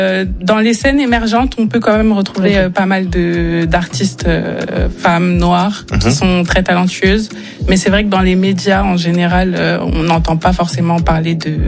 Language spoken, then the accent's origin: French; Aulnay-sous-Bois, Île-de-France, France; moi je suis une jeune femme noire. Mm-hmm. J'ai grandi à Aulnay-sous-Bois.